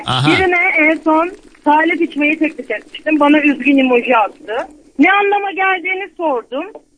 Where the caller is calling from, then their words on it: Denizli, Turkey; Denizli'den.